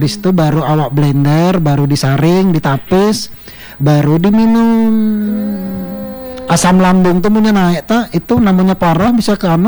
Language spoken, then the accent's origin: Indonesian; East Kalimantan, Indonesia; Karena bahasa Kutai ini jati diri etam sebagai asli orang Kalimantan Timur.